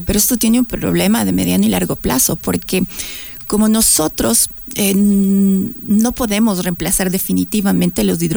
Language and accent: Spanish; Ecuador